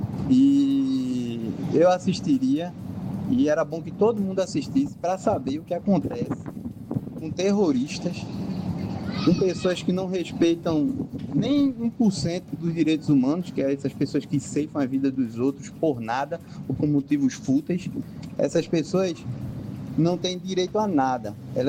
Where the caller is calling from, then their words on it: Candeias, Pernambuco, Brazil; Eu sou daqui de Candeias.